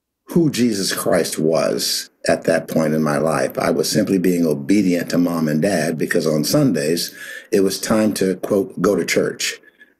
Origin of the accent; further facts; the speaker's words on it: Pittsburgh, Pennsylvania, United States; But that's where I grew up in Pittsburgh, and I had a really low self-image really growing up.